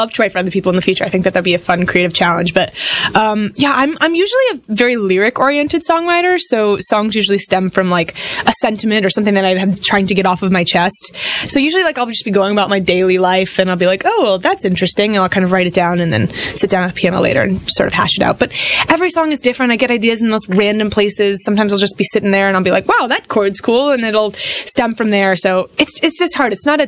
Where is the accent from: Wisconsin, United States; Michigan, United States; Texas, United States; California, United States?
California, United States; Yeah, my parents love music.